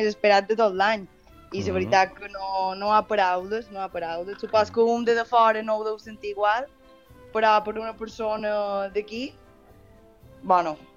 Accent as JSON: {"language": "Catalan", "town": "Porreres", "region": "Balearic Islands", "country": "Spain", "said": "Som de Porreres i sí, la vida en el final és en el mateix lloc, però els anys són els que són."}